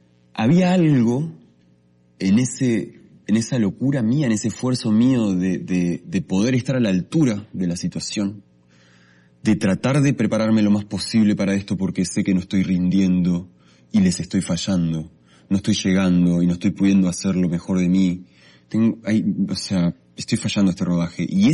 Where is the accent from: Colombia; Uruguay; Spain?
Uruguay; para nosotros como uruguayos